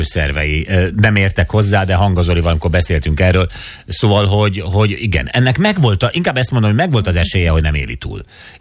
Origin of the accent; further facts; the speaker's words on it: Hungary; mi magyarok a Balatonban